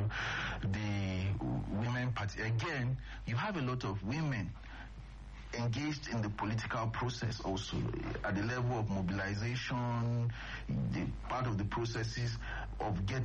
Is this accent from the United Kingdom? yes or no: no; Benue, Nigeria; in my state, I come from Benue State